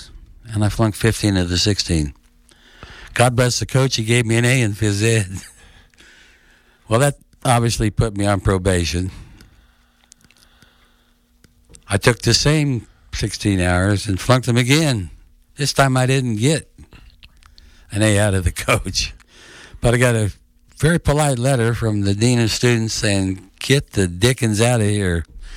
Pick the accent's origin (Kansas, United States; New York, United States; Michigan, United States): Kansas, United States; Deerfield; also born or lived in Garden City, Kansas / Lakin, Kansas; My elementary school years, my parents moved to Deerfield, Kansas